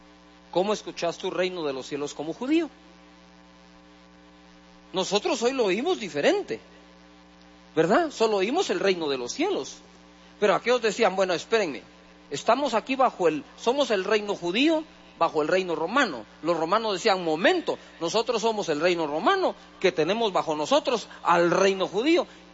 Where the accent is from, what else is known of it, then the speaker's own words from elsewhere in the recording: Guatemala; Oírlo hoy todo esto como guatemaltecos y cristianos es una cosa.